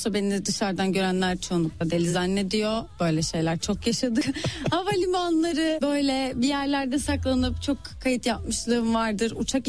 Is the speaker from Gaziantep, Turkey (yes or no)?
no; İzmir, Turkey; Ne bileyim, İzmirliyim işte.